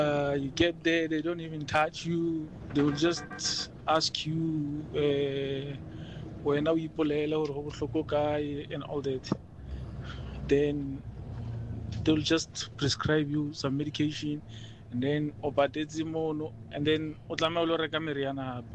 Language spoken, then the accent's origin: English; Free State, South Africa; I'm originally from Castel in the Free State. Yeah, but now I'm on my way to Richards Bay.